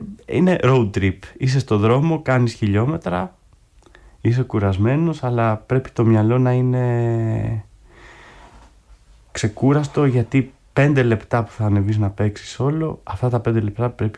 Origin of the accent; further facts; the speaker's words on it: Greece; Εγώ ήμουν από την Ελλάδα